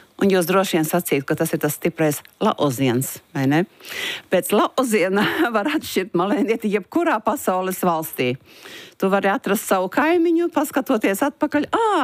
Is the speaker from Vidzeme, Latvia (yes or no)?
yes; Ziemeri, Vidzeme, Latvia; Nu, piemēram, manā izloksnē, manā, es saku, tur es no 5. Klases dzīvoju Ziemar izloksnē, viena trešā daļa runā citādi nekā tās divas trešdaļas.